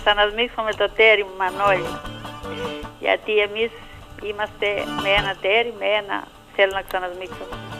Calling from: Mesochori, Greece; Χαιρετώ και εδώ το χωριό μου όλο

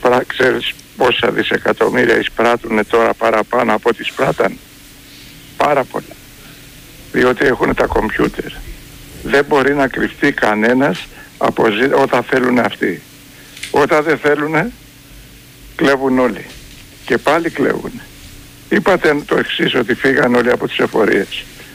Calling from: Nea Ionia, Attica, Greece; είμαι από Νέα Ιωνία

